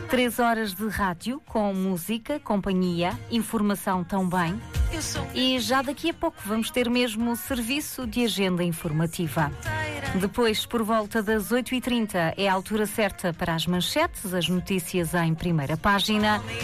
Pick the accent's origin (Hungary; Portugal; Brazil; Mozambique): Portugal; Santa Maria Island, Azores; Também nós somos da Ilha de Santa Maria.